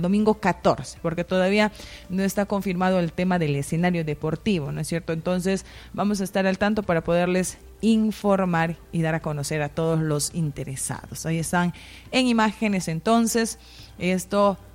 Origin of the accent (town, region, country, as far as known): Peru